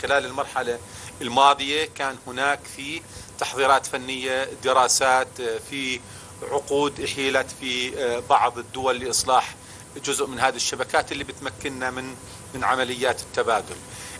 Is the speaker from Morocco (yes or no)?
no; Jordan; الموجودة عندنا بالأردن